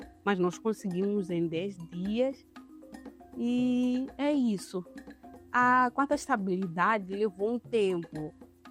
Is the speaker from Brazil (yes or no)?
no; Mozambique; moved away as an adult; now in France; ser mulher e ser moçambicana a viver na França